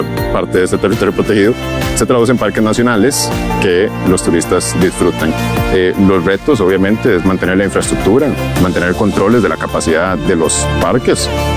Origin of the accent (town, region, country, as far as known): Costa Rica